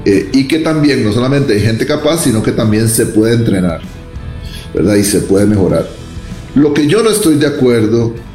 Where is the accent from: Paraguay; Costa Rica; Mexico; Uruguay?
Costa Rica; porque nosotros somos costarricenses, tenemos un compromiso, tenemos un prestigio que cuidar como exárbitros.